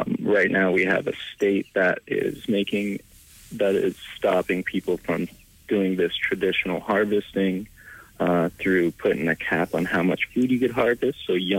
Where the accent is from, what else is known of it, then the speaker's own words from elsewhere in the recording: Hooper Bay, Alaska, United States; I am originally from Hooper Bay, the Bogyakwe.